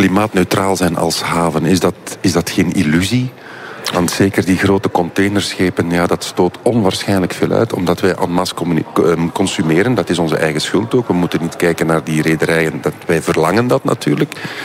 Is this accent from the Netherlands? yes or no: no; Doel, Flanders, Belgium; ik ben een kind van Doel, mijn grootmoeder is daar ooit geboren, dus ik ga geregeld naar daar